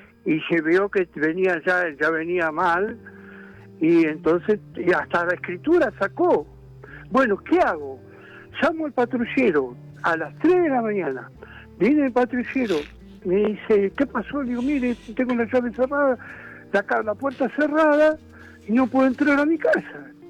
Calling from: La Reja, Buenos Aires Province, Argentina; de la Reja, padre.

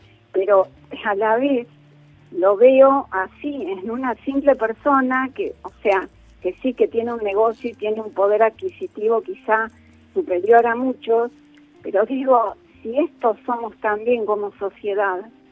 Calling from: Haedo, Buenos Aires Province, Argentina

